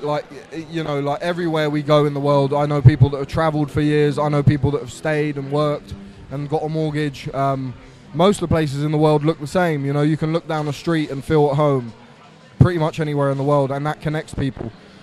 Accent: south of France, France; now in England; We're originally from France. We're from the south of France, and then we moved in 2002 to England, so a long, long time ago now.

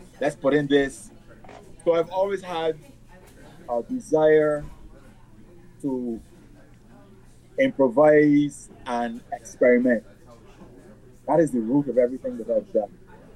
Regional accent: England, United Kingdom; born there; I was born in England, actually.

